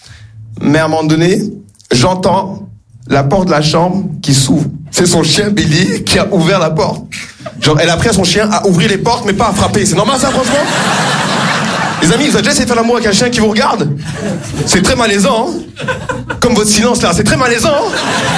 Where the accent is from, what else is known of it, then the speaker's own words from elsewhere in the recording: Rwanda; Là, en ce moment, je suis un Rwandais content, mais là, en ce moment, je suis pas très content.